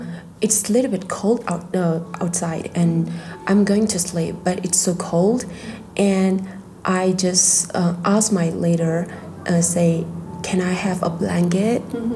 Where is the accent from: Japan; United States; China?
China; Tibet; English is a second language; Highest plateau in the world, and no one place can seem like Xizang.